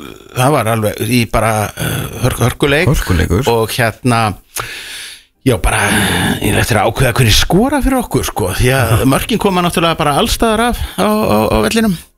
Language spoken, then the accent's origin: Icelandic; Reykjavík, Capital Region, Iceland; ég er náttúrulega miklu leiti ólst upp í Vesturbænum